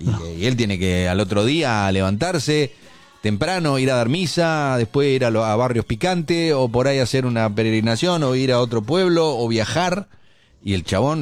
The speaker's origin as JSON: {"language": "Spanish", "town": "General La Madrid", "region": "Buenos Aires Province", "country": "Argentina", "tie": "born or raised there", "moved": "yes", "said": "Un pionero de la radio de mi pueblo"}